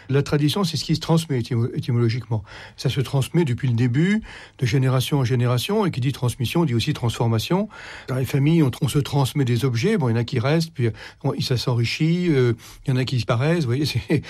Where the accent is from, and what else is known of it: France